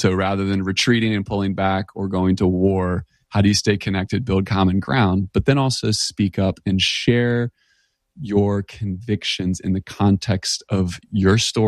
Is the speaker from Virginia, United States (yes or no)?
no; Tennessee, United States; I'm from Tennessee, so I can feel where you are there in Chattanooga. My dad's side of the family's up the road in Shelbyville.